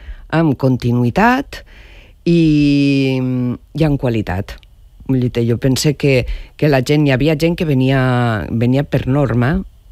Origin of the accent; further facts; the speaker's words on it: Alcoy, Valencian Community, Spain; i jo, que sóc d'Alcoi.